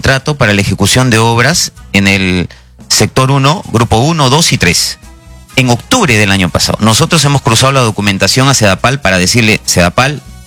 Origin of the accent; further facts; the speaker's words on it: Apurímac, Peru; born there; now in Lima, Peru; Yo soy apurimeño, nacido allá. Mis padres vinieron jóvenes a Lima Sur, a Villa El Salvador